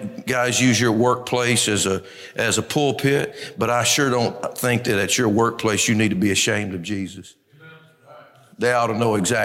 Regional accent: United States; Yep, and I'm an American.

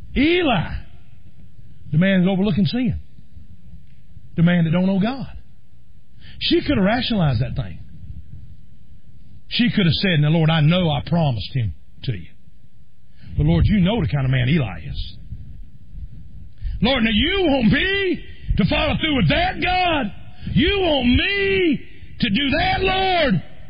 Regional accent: South Carolina, United States; I'm from South Carolina.

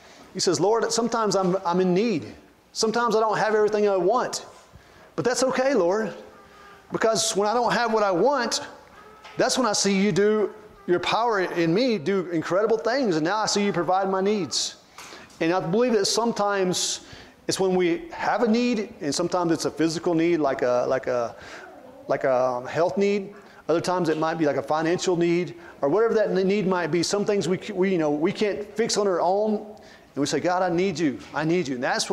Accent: Dermott, Arkansas, United States; Growing up in Dermot, Arkansas

